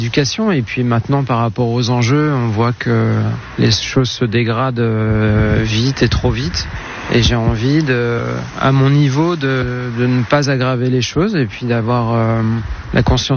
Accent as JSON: {"language": "French", "town": "Compiègne", "region": "Hauts-de-France", "country": "France", "tie": "born or raised there", "moved": "yes", "lives_now": "Amiens, France", "said": "Moi, je viens de Compiègne"}